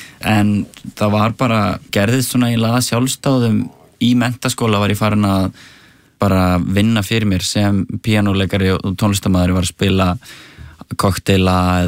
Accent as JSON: {"language": "Icelandic", "town": "Árbær", "region": "Capital Region", "country": "Iceland", "tie": "born or raised there", "said": "og svo er ég náttúrulega alveg upp í Árbæ"}